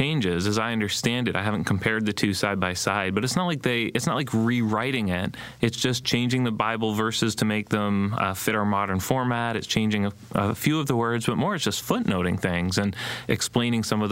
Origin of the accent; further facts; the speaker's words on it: Canada; Being Canadian